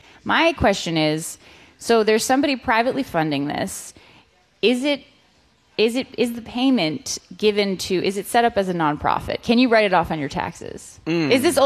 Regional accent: Rhode Island, United States; And I'm from Rhode Island, so that's Sheldon Whitehouse's whole thing is daylight savings time.

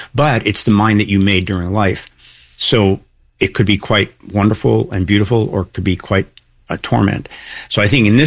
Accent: Chicago, Illinois, United States; I mean, I grew up in Chicago, and it was a very close connection between sincerity and humor.

